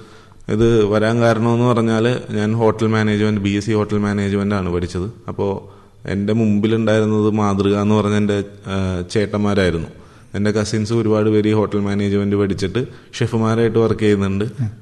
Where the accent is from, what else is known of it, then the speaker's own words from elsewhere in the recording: Ernakulam, Kerala, India; ഞാൻ എറണാകുളം സ്വദേശിയാണ്.